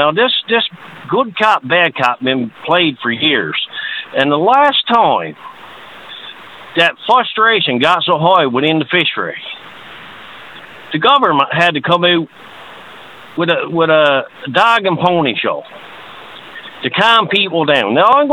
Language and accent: English; Port Saunders, Newfoundland and Labrador, Canada; from the West Coast of Newfoundland from Fort Saunders.